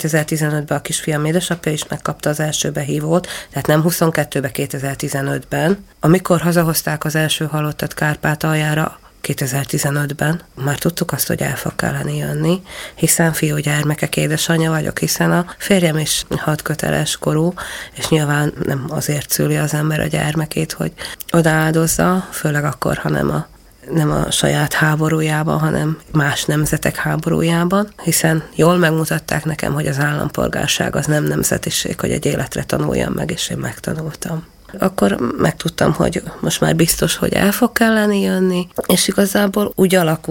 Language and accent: Hungarian; Berehove, Zakarpattia Oblast, Ukraine; first language Hungarian; moved away as an adult; now in Hungary; megszenvedtem én a szülőhazámat. Én azt gondolom, hogy én megéltem, és megélem a mai napig azt, hogy én kárpátaljai vagyok, és talán az ember 37 évig él valahol, nem leszek soha máshonnai, mindig Beregszászi leszek.